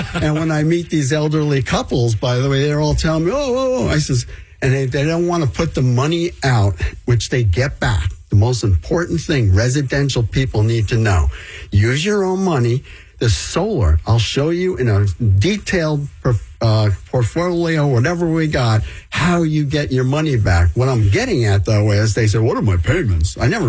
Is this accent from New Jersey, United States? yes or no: yes; Rahway, New Jersey, United States; I'm from Rahway, New Jersey. The town went to crap.